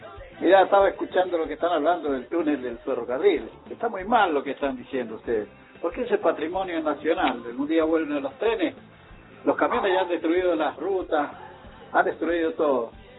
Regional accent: Santa Fe, Argentina; En Santa Fe, yo soy de Santa Fe, no lo mismo tengo más, pero estoy en Santa Fe.

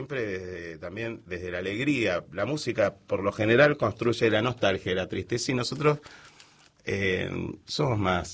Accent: Buenos Aires, Argentina; pese a que tenemos sangre provinciana, por ejemplo, mis viejos son de Tucumán, nosotros somos porteños, nosotros nos criamos acá.

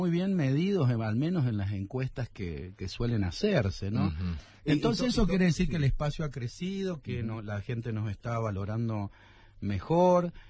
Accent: Jáchal, San Juan, Argentina; todos los que somos de acá, de Hachal

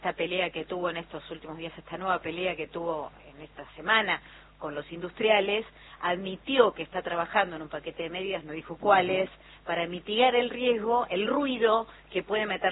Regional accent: Argentina; Y que habla mucho de cómo somos los argentinos.

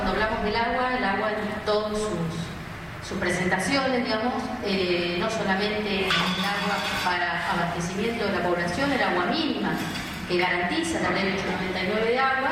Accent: Cobunco, Neuquén, Argentina; soy de Cobunco y Cunches, margen izquierda del arroyo Cobunco.

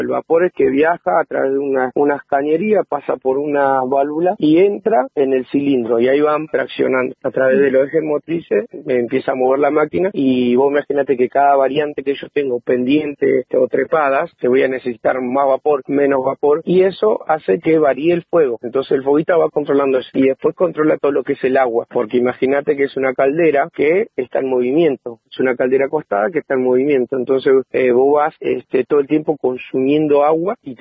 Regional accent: Esquel, Chubut, Argentina; soy el maquinista acá de La Trochita. Soy de Esquel, tengo 37 años. Vengo de tercera generación, más o menos, que trabajó en el tren.

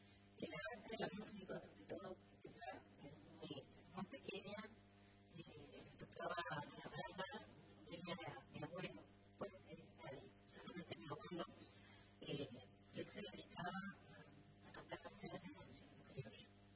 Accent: Saladillo, Buenos Aires Province, Argentina; moved away as an adult; now in La Plata, Argentina; Yo soy de Saladillo, actualmente estoy en la plata.

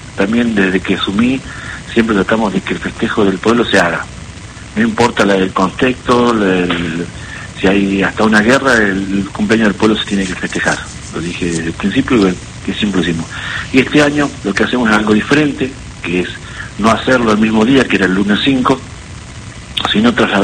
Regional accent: Carro Quemado, La Pampa, Argentina

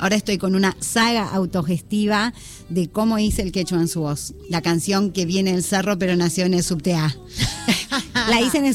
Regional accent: Buenos Aires, Argentina; Yo soy una porteña que estuvo mucho en Latinoamérica, pero no soy de ninguno de esos lugares

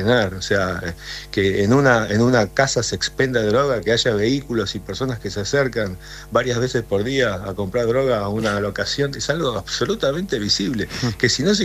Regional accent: Argentina

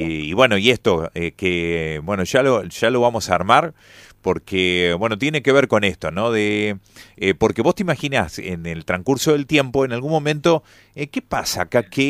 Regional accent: Gualeguaychú, Entre Ríos, Argentina; somos vecinos de Gualeguaychú

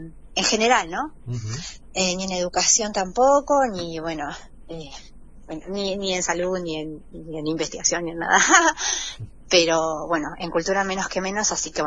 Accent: Paso de los Libres, Corrientes, Argentina; moved away; en Paso de los Libres, poder cantarlos ahí en mi tierra

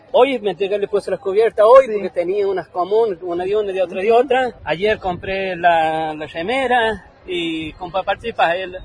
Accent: Luján, Buenos Aires Province, Argentina; Sí, local.

